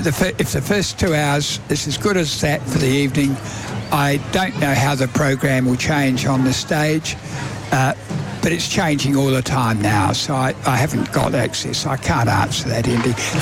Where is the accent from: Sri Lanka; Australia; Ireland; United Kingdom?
Australia; And my wife's French and English background. And so we're only Australian now. We've got nowhere else this time.